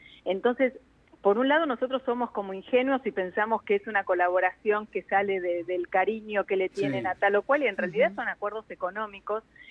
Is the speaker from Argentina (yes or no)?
yes; Argentina; nosotros creo que como argentinos tenemos que hacer algo con el tema de los calces